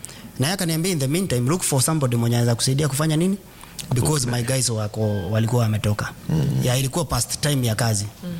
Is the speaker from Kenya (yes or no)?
yes; Kenya